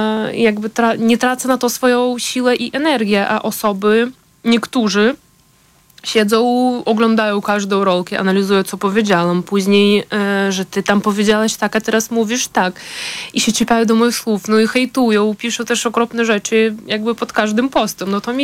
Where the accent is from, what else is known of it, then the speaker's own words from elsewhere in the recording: Ukraine; nie będę wszystkich bronić, bo jestem Ukrainką.